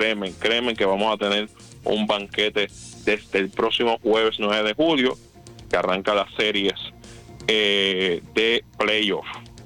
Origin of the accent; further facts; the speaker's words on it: Guaynabo, Puerto Rico; el barrio Amedia de Guaynabo, Puerto Rico